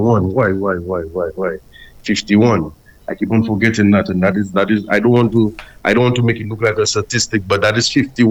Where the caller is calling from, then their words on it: Castries, St. Lucia; I'm from Central Castries